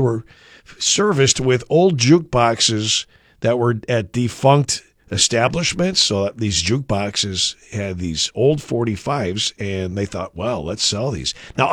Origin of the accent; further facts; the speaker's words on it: Lansing, Illinois, United States; when I grew up in Lansing, the village of Lansing on Ridge Road, there was a Hots drugstore